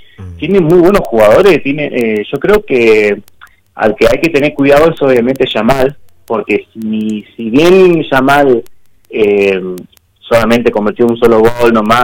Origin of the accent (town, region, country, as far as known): Argentina